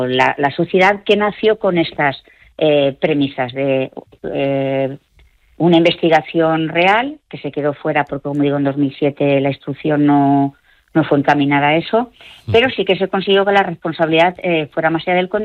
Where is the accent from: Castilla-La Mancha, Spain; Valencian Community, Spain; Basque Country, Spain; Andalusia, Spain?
Valencian Community, Spain; Torrent; yo soy de Torrent, vivo aquí en Torrent, entonces lo siento como lo tengo más cercano